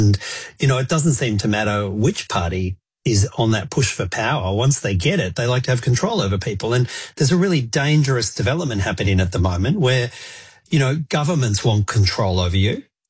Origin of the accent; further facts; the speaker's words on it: New South Wales, Australia; my home state of New South Wales in Sydney